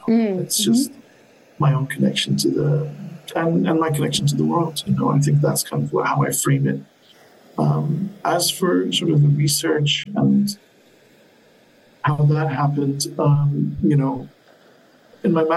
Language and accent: English; Bahrain; I come from Bahrain. Sort of the version of Bahrain that I grew up with in the early 80s was one where there were no skyscrapers like we have now. Every morning driving to and from school, the only thing I'll see is just endless shoreline.